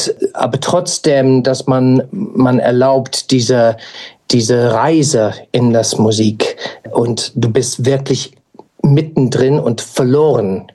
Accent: United Kingdom; German is a second language; Und das bedeutet für mich auch die Text als Brite natürlich englischsprachige Text ist etwas, das ich höre sehr gerne zu.

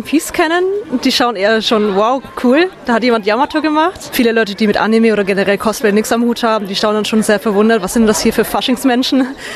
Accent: Hamburg, Germany; Aus Hamburg tatsächlich.

